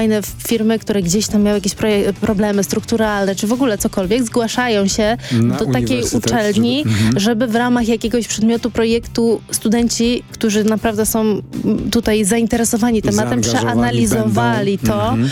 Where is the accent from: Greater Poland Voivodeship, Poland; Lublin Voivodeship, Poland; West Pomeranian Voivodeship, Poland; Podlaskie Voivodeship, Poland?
West Pomeranian Voivodeship, Poland; Stargard; moved away as an adult; also born or lived in Copenhagen; now in Warsaw, Poland; ja jestem ze Stargardu, więc tak teoretycznie do Kopenhagi ze Stargardu jest bliżej niż do Warszawy.